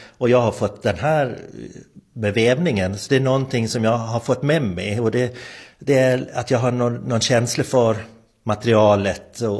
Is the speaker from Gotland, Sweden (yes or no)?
yes; Hemse, Gotland, Sweden; born or raised there